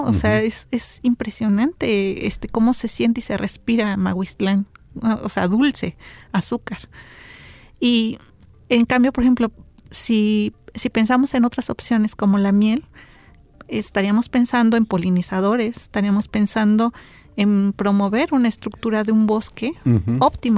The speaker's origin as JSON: {"language": "Spanish", "country": "Mexico"}